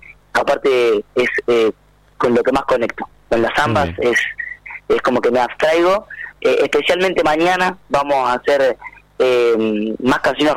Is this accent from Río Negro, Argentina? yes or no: yes; Cinco Saltos, Río Negro, Argentina; moved away as an adult; also born or lived in Córdoba; now in Buenos Aires, Argentina; soy como una mezcla, porque soy nacido en Córdoba, criado en Cinco Saltos, y ya hace 3 años estoy en Capital Federal.